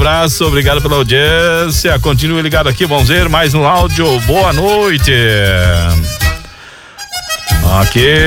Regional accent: Santa Catarina, Brazil; sou Barriga Verde, mas sou do Sul

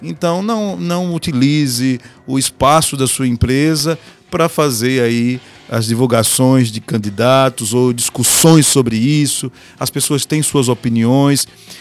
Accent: Lagarto, Sergipe, Brazil; eu sou brasileiro como você e falo português como você. Então, eu sei muito bem, eu fui criado nessa cidade, Lagarto, Lagarto City, uma cidade abençoada.

